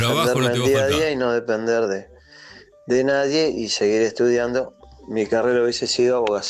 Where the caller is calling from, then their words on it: Francisco Álvarez, Buenos Aires Province, Argentina; 239 de Francisco Álvarez Moreno.